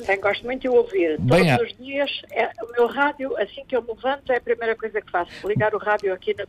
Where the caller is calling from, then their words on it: Portugal; eu sou portuguesa, gosto muito da música portuguesa.